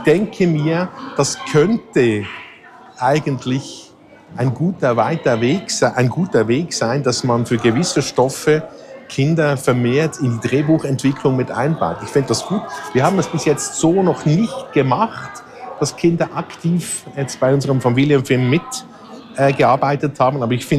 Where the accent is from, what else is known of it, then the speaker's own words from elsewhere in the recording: Switzerland; Ja, ich komme ja aus der Schweiz und ich kenne natürlich die Situation in den Bergen.